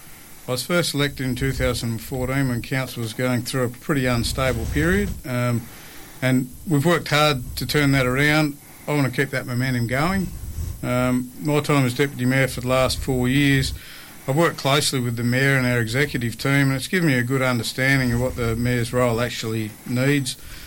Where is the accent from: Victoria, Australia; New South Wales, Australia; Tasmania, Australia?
Tasmania, Australia; George Town; I was one of the kids that grew up in Georgetown